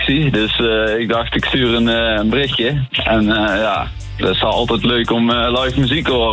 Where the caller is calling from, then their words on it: Sint-Oedenrode, North Brabant, Netherlands; accent: Brabant; ik kom uit Sint-Oederode.